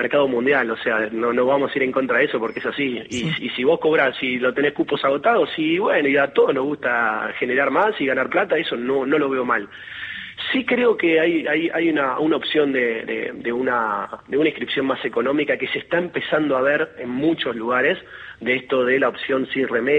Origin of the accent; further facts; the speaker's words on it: Argentina; nosotros como argentinos o los mismos los atletas argentinos